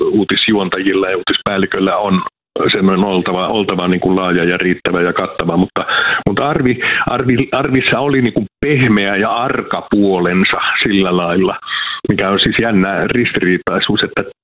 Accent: Savonia, Finland; mä oon semmoinen yleis-itäsuomalainen, eli mä oon savolainen

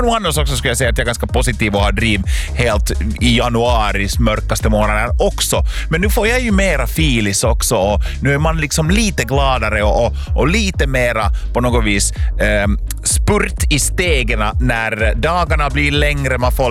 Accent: Finland; Kouvola är en stad, många tycker att det är lite dyster stad, men att det är en stad som är närmast min hemby, eller det är ju Lovisa och Borga också nära, men att vi var alltid i Kouvola och liksom julhandla

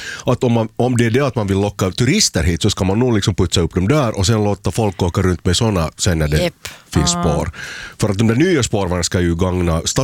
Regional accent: Helsinki, Uusimaa, Finland; now in Turku, Finland; Så att jag kommer ju från en stad som, alltså jag är uppvuxen i Helsingfors, och där jag tycker mycket om spårvagnarna där

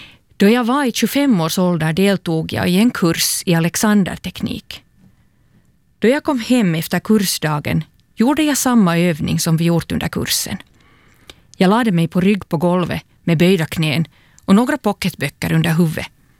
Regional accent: Turku, Southwest Finland, Finland; från Åbo och tänkte berätta om vilken roll psalmen … haft för mig.

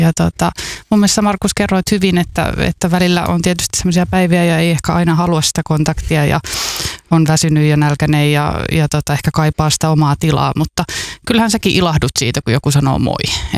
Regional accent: Estonia; now in Helsinki, Finland; me ollaan kummakin Virolta kotoisin. asuttiin täällä Helsingissä

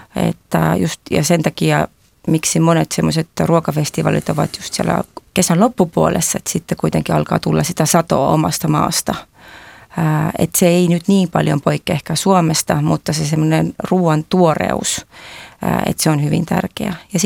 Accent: South Estonia, Estonia; Finnish is a second language; moved away as an adult; now in Helsinki, Finland; Minä kun olen Etelä-Virosta kotoisin

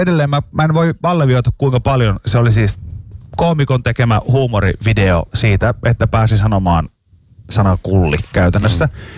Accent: Pori, Satakunta, Finland; mä oon tämmönen porilainen huumoriveikko.

